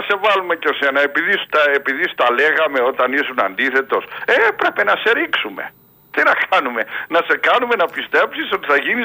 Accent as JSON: {"language": "Greek", "region": "Epirus", "country": "Greece", "said": "Είχαν περάσει καλώδια στο χωριό μου κάποια χιλιόμετρα"}